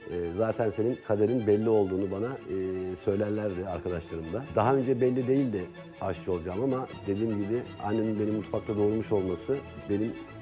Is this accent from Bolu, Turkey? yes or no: yes; Mengen, Bolu, Turkey; born there; 1982 Bolu Mengen doğumluyum.